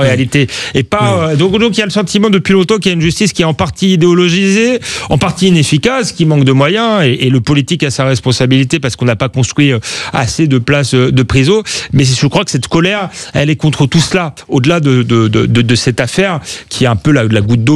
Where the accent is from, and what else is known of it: Épinay-sur-Seine, Île-de-France, France; born or raised there